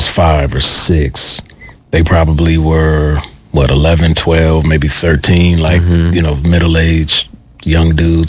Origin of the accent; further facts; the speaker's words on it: Midwest, United States; for me, growing up in the Midwest, the albums were really dark.